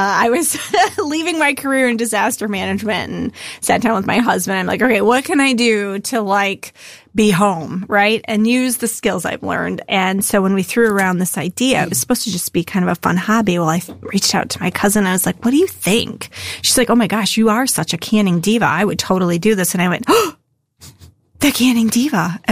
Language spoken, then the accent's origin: English; Midwest, United States; Even though I was from the Midwest for 48 years, I really knew that my reach was getting wider and had a larger breadth.